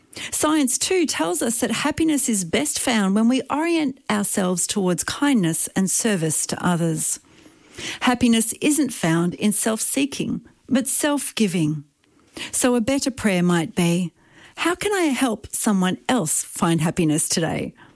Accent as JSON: {"language": "English", "country": "Australia", "said": "ent study in my home country, Australia, says that we're the unhappiest we've been in 20 years."}